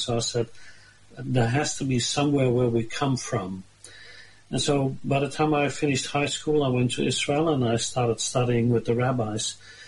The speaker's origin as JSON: {"language": "English", "country": "Netherlands", "tie": "born there", "second_language": "English", "said": "I was born in the Netherlands in the 1960s. It's a small place in the east of the Netherlands, a very small community."}